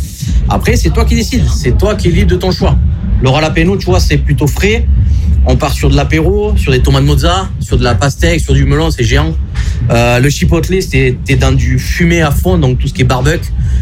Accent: Mudaison, Occitanie, France; Moi je suis à côté, je suis de Mudaison, donc les mecs de Mogio qui font beaucoup de trimmers et tout ça.

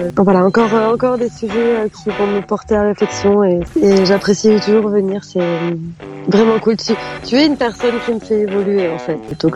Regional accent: Brittany, France; Non, mais je suis vraiment pas juive, je suis bretonne.

